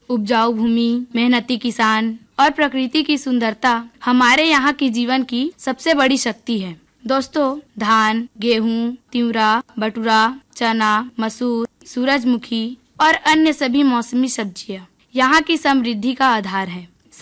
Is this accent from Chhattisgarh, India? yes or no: yes; Bilaspur district, Chhattisgarh, India; दोस्तों मेरे गांव का नाम पौड़ी है। यह बिलासपुर जिले से 33 किलोमीटर की दूरी में स्थित एक सुंदर शांत और प्राकृतिक सौंदर्य से परिपूर्ण है। ये महामाया की नगरी रतनपुर से 10 किलोमीटर की दूरी पर स्थित है।